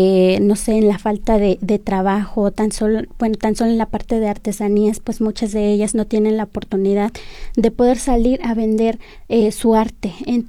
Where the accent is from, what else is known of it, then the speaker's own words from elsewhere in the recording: Tenango de Doria, Hidalgo, Mexico; mis raíces, de donde soy originaria, de la comunidad de Santa Mónica Tenango de Doria, pues Hidalgo. Pues soy pues una mujer otomí, hablante de la lengua ñuhu.